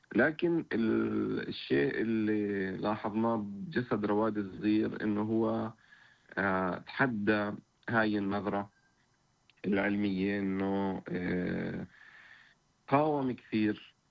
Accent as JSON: {"language": "Arabic", "region": "Nablus Governorate", "country": "Palestine", "said": "احنا من نابلس اصلا، من قرى نابلس"}